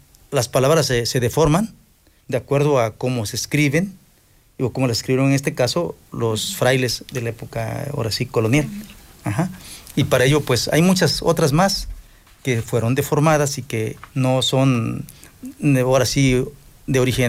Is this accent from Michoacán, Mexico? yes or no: no; Raboso, Puebla, Mexico; aquí, en mi pueblo Raboso